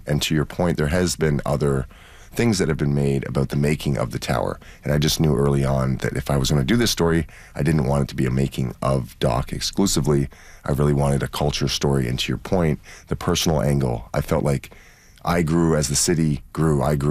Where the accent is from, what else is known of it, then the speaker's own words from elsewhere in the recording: Toronto, Ontario, Canada; We grew up in Toronto, if you're from the city, where you think that it's always been what it is.